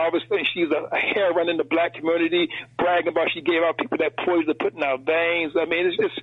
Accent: Norfolk, Virginia, United States; back when I was a child, growing up in Norfolk

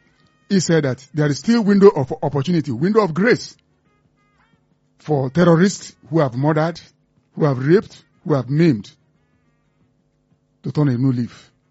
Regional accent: Nigeria

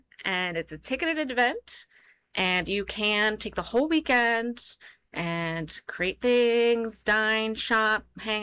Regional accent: Baldwin, Pennsylvania, United States; Where I grew up was in Baldwin, South Hills.

